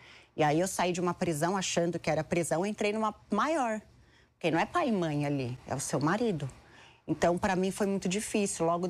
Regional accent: São Paulo, Brazil; born there

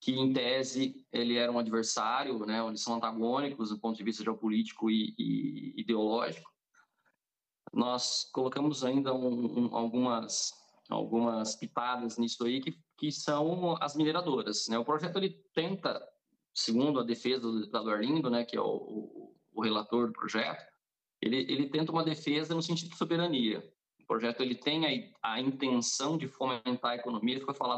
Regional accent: Brazil; enquanto brasileiros

